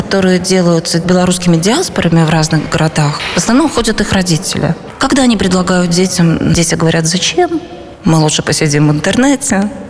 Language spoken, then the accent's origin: Russian; Belarus; moved away as an adult; мы белорусы, мы не можем жить в своей стране, мы вынуждены эмигрировать.